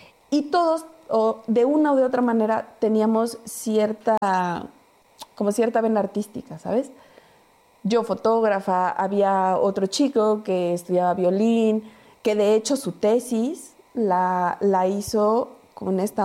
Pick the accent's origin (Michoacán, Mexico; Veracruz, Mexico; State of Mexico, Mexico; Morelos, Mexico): State of Mexico, Mexico; Texcoco; Para mí, que soy texcocana, esa es la otra, yo soy de Texcoco